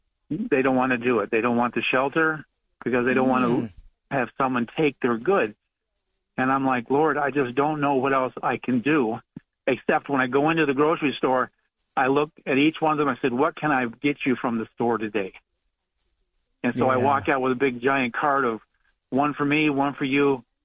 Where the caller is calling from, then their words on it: Florence, South Carolina, United States; I'm calling from Florence, South Carolina, EWTN 130.